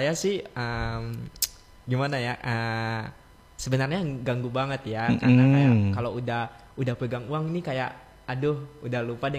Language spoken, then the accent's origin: Indonesian; Buol, Central Sulawesi, Indonesia; moved away as an adult; now in Gorontalo, Indonesia; Saya aslinya Sulawesi Tengah